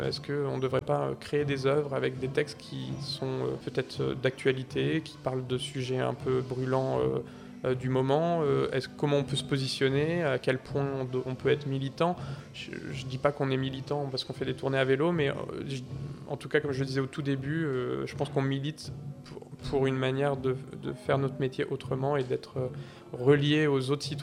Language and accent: French; Hauts-de-France, France; moved away; je viens de la Somme au départ, toute ma famille de longue date est de la Somme et Picarde.